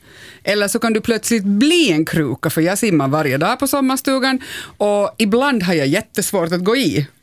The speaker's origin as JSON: {"language": "Swedish", "country": "Finland", "said": "Men vi, när vi går och badar, så går vi ju oftast till ett badkar. Exakt. Här i Finland."}